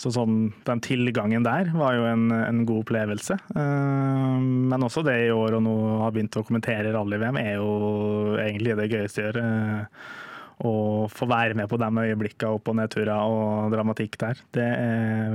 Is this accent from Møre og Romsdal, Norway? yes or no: yes; Molde, Møre og Romsdal, Norway; jeg vet ikke om det er fordi jeg er fra Molde, eller hva det er, men det var, for der er det null bilsport